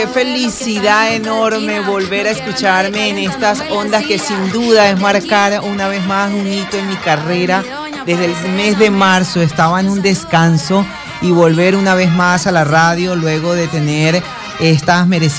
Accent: Venezuela; como venezolanos a seguir apostando por nuestro país Venezuela

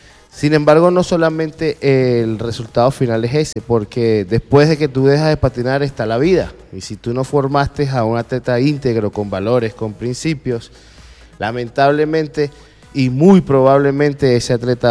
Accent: Caracas, Capital District, Venezuela; moved away as an adult; now in San Cristóbal, Venezuela; Yo soy de Caracas, pero ya tengo 10 años aquí en San Cristóbal. Ya me siento, no voy a decir que me siento gocho, pero sí me siento tachirense.

